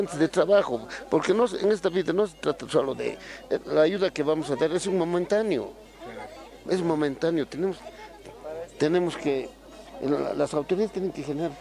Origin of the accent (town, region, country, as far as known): Bolivia